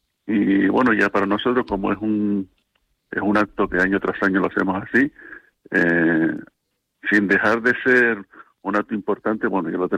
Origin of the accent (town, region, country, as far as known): Agaete, Canary Islands, Spain; born or raised there